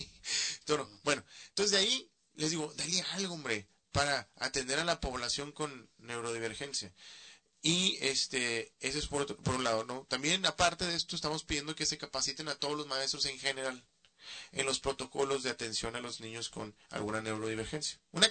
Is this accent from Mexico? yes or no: yes; Baja California, Mexico; los bajacalifornianos estamos buscando